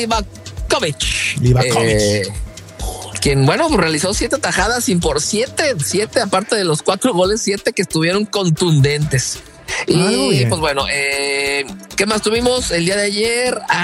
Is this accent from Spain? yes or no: no; Colombia; Parce, que es que pues que todos somos de Colombia.